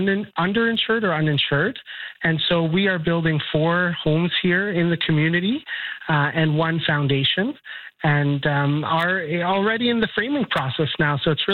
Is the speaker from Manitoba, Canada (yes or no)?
yes; Winnipeg, Manitoba, Canada; I'm from Winnipeg. That's where I live.